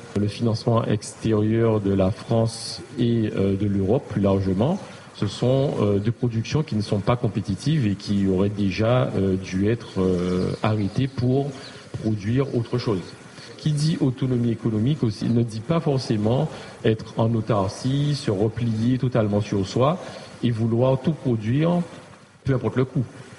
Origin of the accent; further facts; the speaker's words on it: Guadeloupe; en tant que Guadeloupéen